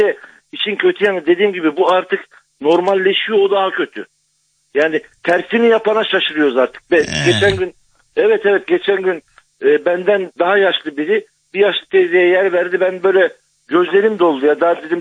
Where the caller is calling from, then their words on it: Antalya, Turkey; ben Antalya'dan.